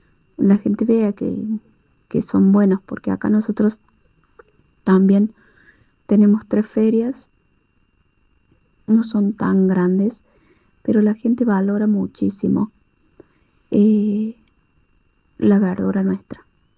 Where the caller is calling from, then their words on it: Pilar, Córdoba, Argentina; Nosotros somos de Pilar, departamento Río Segundo.